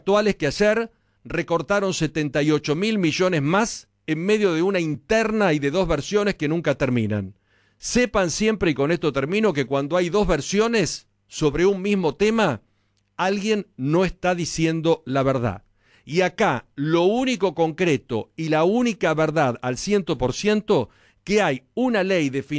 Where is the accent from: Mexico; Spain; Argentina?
Argentina; Hoy somos argentinos